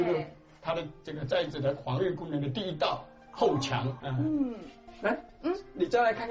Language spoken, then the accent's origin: Chinese; Fujian, China; 这个是我们闽中地区特有的一种寨堡式的建筑。